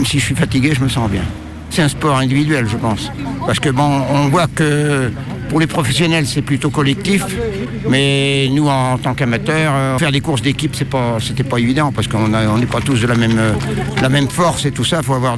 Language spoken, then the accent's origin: French; Nouvelle-Aquitaine, France; Oui, oui, oui. Je suis de Charente-Maritime.